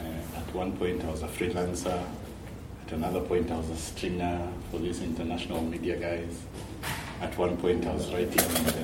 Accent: Kenya; Yes, I am Kenyan.

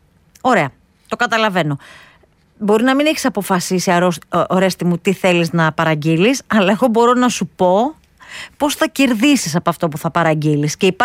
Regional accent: Western Greece, Greece; ήμουν μικρή όταν είχε κλείσει, επειδή κατά το ίμιση είμαι και από την Αχαΐα.

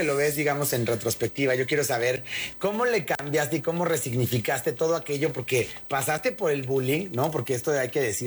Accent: Mexico; nosotros como mexicanos

